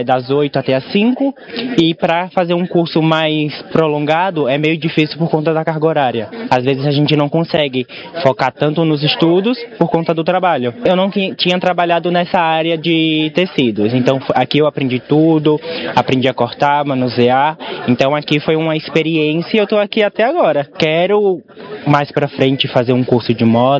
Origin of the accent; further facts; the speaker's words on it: Northeast Region, Brazil; moved away as an adult; Eu sou do Nordeste, então eu vim para cá quando eu completei 18 anos.